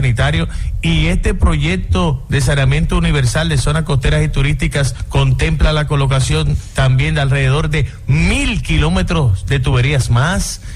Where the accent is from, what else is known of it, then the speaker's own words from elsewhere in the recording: Dominican Republic; Soy el sexto dominicano graduado en desarrollo humano por la Flaxo Argentina.